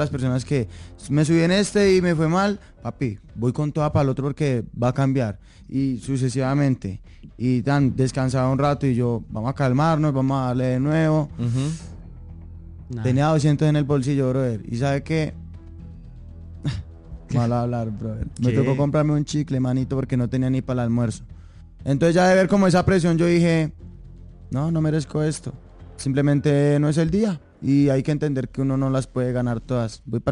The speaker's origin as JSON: {"language": "Spanish", "town": "Soacha", "region": "Cundinamarca", "country": "Colombia", "tie": "born or raised there", "also_born_or_lived": "Colombian Pacific", "moved": "yes", "said": "Yo reitero que yo naturalmente de Bogotá vengo de Cazuca, ¿sí? Uh-huh. Se llama Ciudad de la Sucre, estamos hablando de la Comuna 4 de Soacha"}